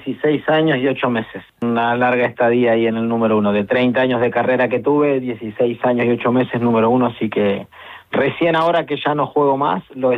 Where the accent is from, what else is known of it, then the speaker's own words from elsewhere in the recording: Argentina; now in Barcelona, Spain; Argentina es otro país en el cual yo soy argentino